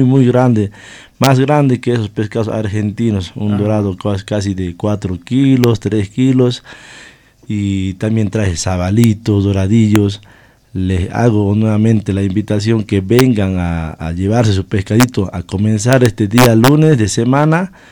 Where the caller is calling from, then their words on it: Tarija, Bolivia; yo soy de Tarija, he venido con Pescadito de Villamontes. Estoy aquí ubicado en el Camal, sector de los Positos.